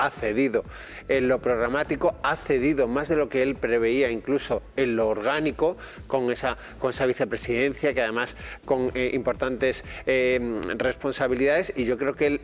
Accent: Málaga, Andalusia, Spain; Yo soy de Málaga

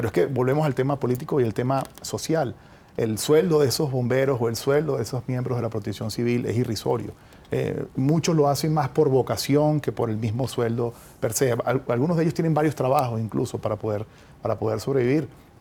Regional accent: Venezuela; como venezolanos nos crecemos

